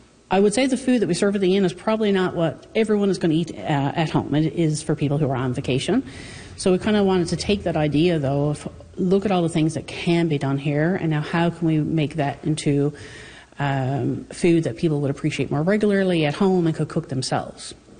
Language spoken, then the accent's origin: English; Fogo Island, Newfoundland and Labrador, Canada; Well, I mean, as a Newfoundlander and a Fogelander, I can tell you, we like to complain